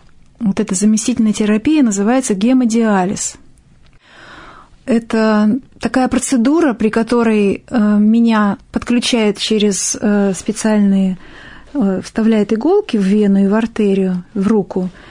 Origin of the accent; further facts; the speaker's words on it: Izmail, Odesa Oblast, Ukraine; У нас был храм в Измаиле